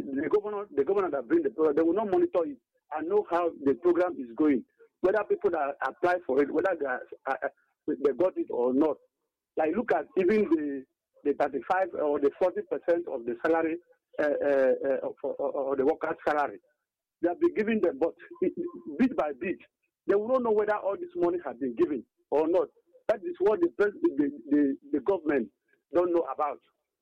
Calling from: Ebonyi, Nigeria; I'm calling from Ebonyi State.

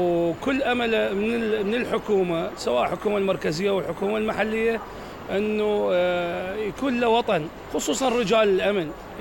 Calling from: Iraq

